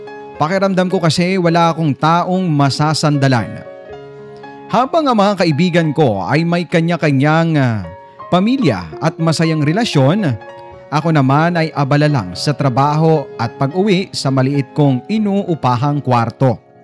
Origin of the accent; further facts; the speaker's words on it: San Roque, Eastern Visayas, Philippines; now in Makati, Philippines; Pero tubong San Roque po ako sa probinsya ng Northern Samar. Nais ko pong ibahagi ang aking kwento sa mga kababayan kong waray-waray